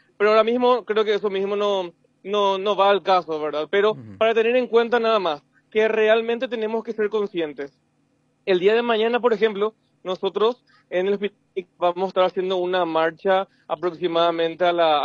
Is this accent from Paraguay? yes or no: yes; Paraguay; seamos dignos paraguayos